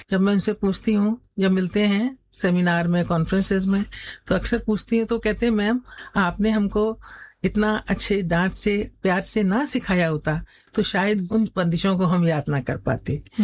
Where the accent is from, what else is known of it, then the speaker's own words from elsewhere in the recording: Firozabad, Uttar Pradesh, India; born there; मेरा जन्म 1961 में हुआ था फिरोजाबाद में।